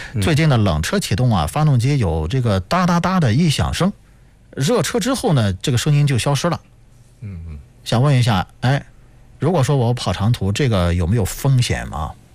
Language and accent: Chinese; Tai'an, Shandong, China; moved away; 虽然我是泰山人、泰安人啊。